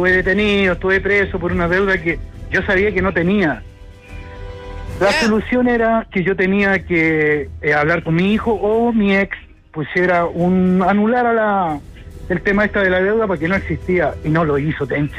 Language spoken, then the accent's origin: Spanish; Buin, Santiago Metropolitan Region, Chile; Yo estoy llamando del sector del Cabo, pero soy nacido y criado en Buin.